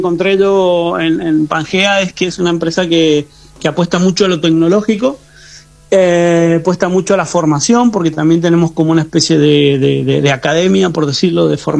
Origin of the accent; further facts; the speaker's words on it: Argentina; now in Valencia, Spain; llevamos años acá que somos argentinos